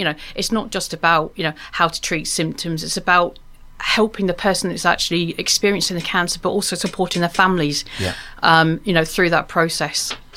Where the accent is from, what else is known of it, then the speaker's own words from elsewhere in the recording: New Forest, South East England, United Kingdom; moved away as an adult; also born or lived in Scotland; So I'd say I'm originally from Hampshire. You'll tell from the accent. Yeah, so yeah. From the New Forest. Yeah. And I actually moved up to Scotland, worked for another company